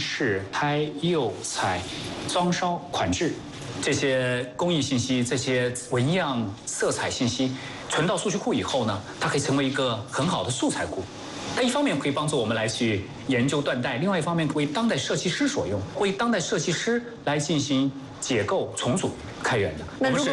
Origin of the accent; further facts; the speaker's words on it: Jingdezhen, Jiangxi, China; moved away as an adult; 所以那时候觉得，哎呀，景德镇就是，哎呀，我们的家乡确实有点脏，有点乱。